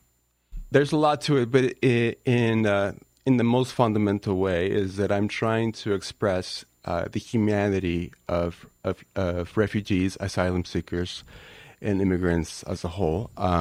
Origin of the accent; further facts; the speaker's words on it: Ciudad Juárez, Chihuahua, Mexico; born there; first language Spanish; English is a second language; also born or lived in El Paso, Texas, United States; I was born in Juarez, so not too far from here. And I grew up on both sides of the border, really